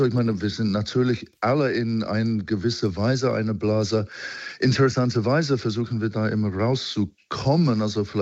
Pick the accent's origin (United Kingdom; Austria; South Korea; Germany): United Kingdom; England; German is a second language